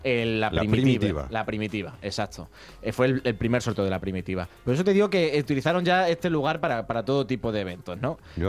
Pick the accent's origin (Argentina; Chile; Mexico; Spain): Spain; como los españoles somos como somos